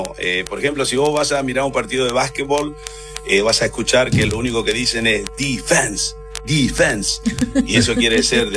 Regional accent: Saladas, Corrientes, Argentina; now in United States; Yo soy oriundo de Saladas.

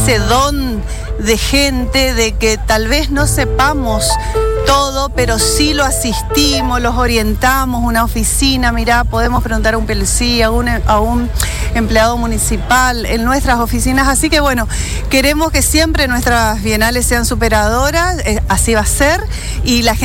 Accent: Argentina; eso es el orgullo nuestro de ser argentino

